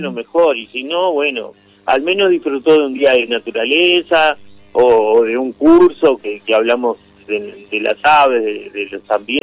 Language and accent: Spanish; Montevideo, Uruguay; yo voy desde niño a Cerro Largo, pues mi familia es toda de ahí, yo soy de Montevideo.